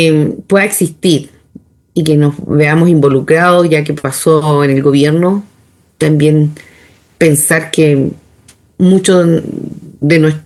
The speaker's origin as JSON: {"language": "Spanish", "country": "Chile"}